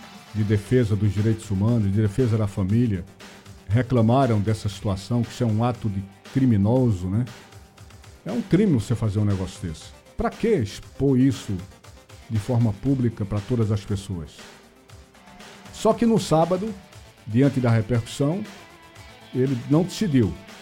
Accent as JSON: {"language": "Portuguese", "town": "Olinda", "region": "Pernambuco", "country": "Brazil", "tie": "born or raised there", "said": "em Olinda, a minha terra, onde eu moro"}